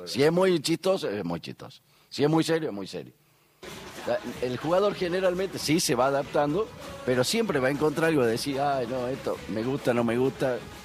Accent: Argentina; nosotros como argentinos

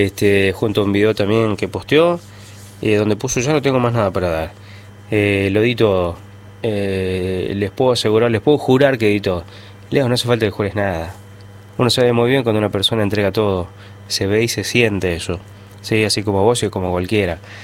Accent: Argentina; esas ganas como argentino

